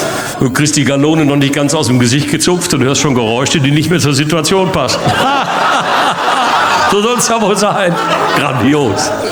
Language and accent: German; North Rhine-Westphalia, Germany; Jetzt komme ich aus dem Ruhrgebiet und wir bei uns zu Hause, das werden Sie ja nicht kennen, wir sind ja sogenannte Wirkungstrinker.